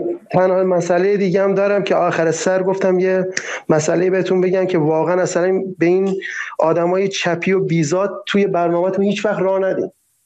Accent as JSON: {"language": "Persian", "country": "Iran", "said": "چون به عنوان یه ایرانی حق من اینه که یه زندگی خوب داشته باشم."}